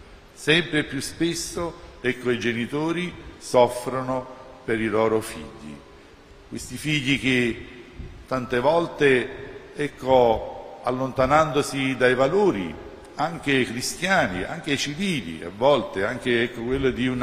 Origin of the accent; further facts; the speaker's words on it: Campania, Italy; almeno dalle nostre parti, anche nel napoletano